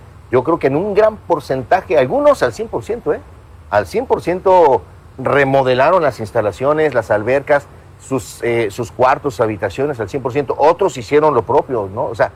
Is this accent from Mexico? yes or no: yes; Mexico City, Mexico; born there; yo nací en la Ciudad de México